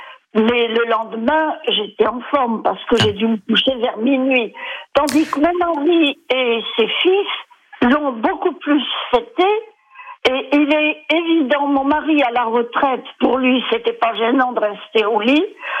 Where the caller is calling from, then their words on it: Centre-Val de Loire, France; j'ai 83 ans et j'habite à Aveni.